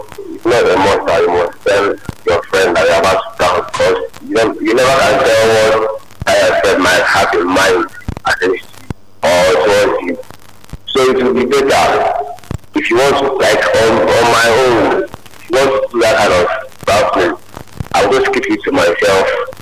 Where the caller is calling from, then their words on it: Lagos, Nigeria; so I'm calling from Lagos.